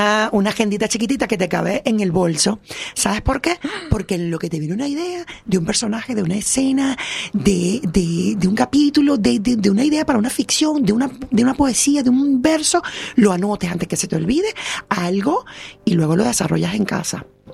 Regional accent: Venezuela; moved away as an adult; now in Canary Islands, Spain; yo soy venezolana y bueno, tengo las 2 nacionalidades ahora mismo.

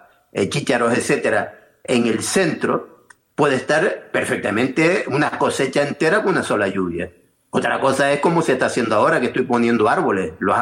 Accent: Tenerife, Canary Islands, Spain; also born or lived in Fuerteventura; yo me fui a Fuerteventura, yo soy de Tenerife, pero me fui a trabajar a Fuerteventura en 1977

